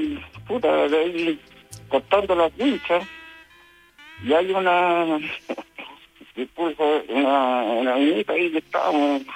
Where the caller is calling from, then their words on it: Coquimbo, Chile; soy de acá, de la región de Coquimbo, ¿ya? Y acá, bueno, siempre me... he trabajado en la zona acá